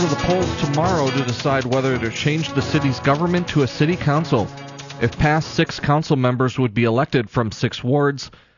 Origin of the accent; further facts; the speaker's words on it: Albany, Minnesota, United States; I was a janitor at my hometown bowling alley, Albany Bowling Center in Albany, Minnesota.